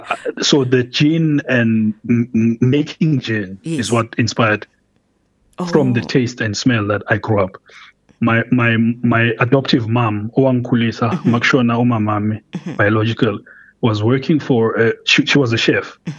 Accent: South Africa; I'm South African. I'm South African. Born here, raised there, tried that, been there.

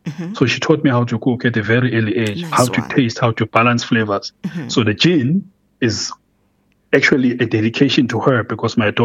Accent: South Africa; I'm South African. I'm South African. Born here, raised there, tried that, been there.

